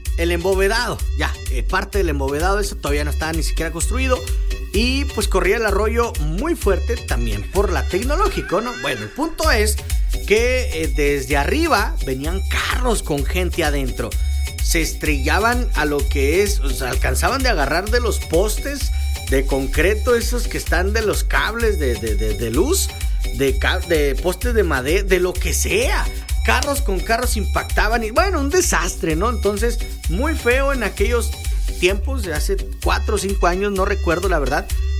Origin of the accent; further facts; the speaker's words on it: Nogales, Sonora, Mexico; nosotros como ciudadanía, como mexicanos, como nogalenses